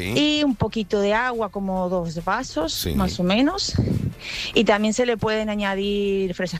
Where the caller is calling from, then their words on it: Badalona, Catalonia, Spain; de Badalona.